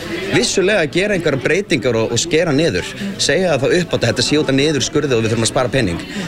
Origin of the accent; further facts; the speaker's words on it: Reykjavík, Capital Region, Iceland; Eins og ég persónulega ólst upp í Breiðholtinni í gegnum Miðberg, fór svo að vinna þar og starfa nú fyrir vettvanginn.